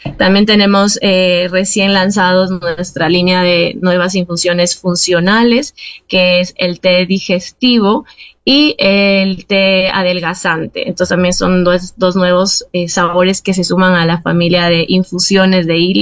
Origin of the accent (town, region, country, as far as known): Ecuador